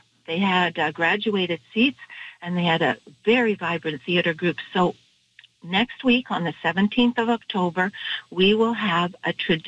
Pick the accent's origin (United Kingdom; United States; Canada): Canada; Regina, Saskatchewan; born there; also born or lived in Winnipeg; I was born in Regina. So I moved to Winnipeg to dance with Rusalka, Ukrainian dancers.